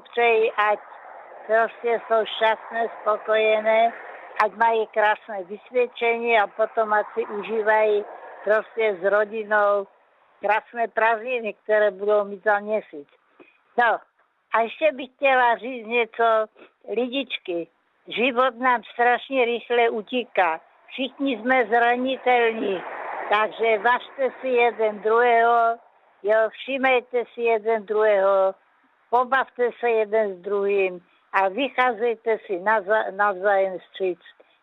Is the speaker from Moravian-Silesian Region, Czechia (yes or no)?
yes; Krnov, Moravian-Silesian Region, Czechia; born there; Božku, já vás zdravím celý Olomouc, okolí Olomouce i na Hané, do Krnova, moje rodné města, všechny oslavence.